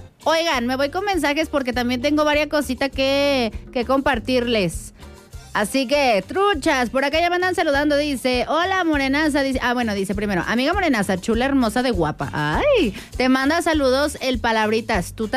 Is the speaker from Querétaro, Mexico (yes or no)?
yes; San Juan del Río, Querétaro, Mexico; porque soy de las merititas tierras de San Juan del Río.